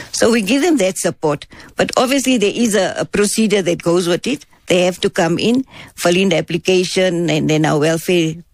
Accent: Johannesburg, Gauteng, South Africa; I grew up in Frida or Fitas, we were people all from that area.

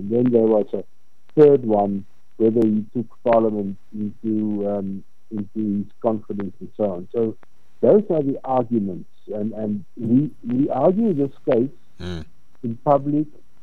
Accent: Gauteng, South Africa; I grew up in the Vaal Triangle. In other words, the ward, Everton, is really not far from where I grew up as a child. And I left the Vaal Triangle

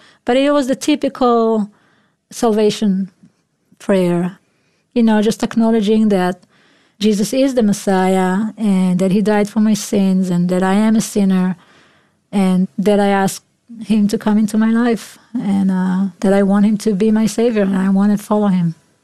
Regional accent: Israel; my perspective, I guess, growing up in Israel.

